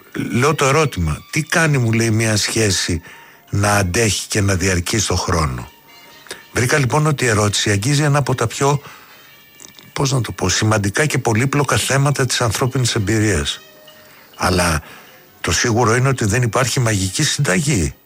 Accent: Chania, Crete, Greece; γιατί είμαι και εγώ από τα Χανιά.

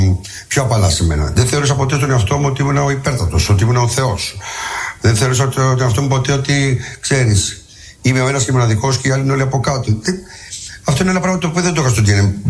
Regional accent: Nikaia, Attica, Greece; Από εκεί που είμαι, από την Νίκη, από μια συνοικία του Πειραιά.

